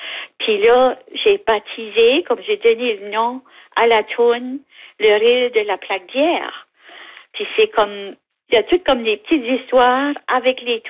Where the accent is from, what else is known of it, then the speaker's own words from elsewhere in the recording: Pointe-Sapin, New Brunswick, Canada; moi j'ai grandi à Pointe-Sapin.